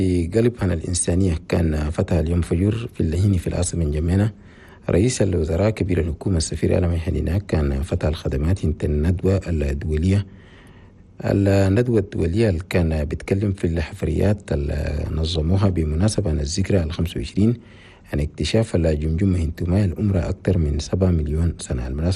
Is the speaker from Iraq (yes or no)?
no; Chad; بلدنا تشاد